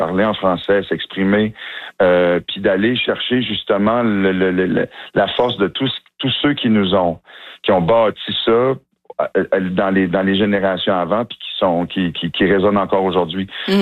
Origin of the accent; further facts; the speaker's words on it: Tracadie, New Brunswick, Canada; moved away as an adult; j'ai grandi à Tracadie, c'est mon patelin. Je fais 20 ans que je suis parti, mais je suis ici depuis. Je viens ici à tous les ans, 2-3 fois par année, parce que j'ai de la famille encore ici.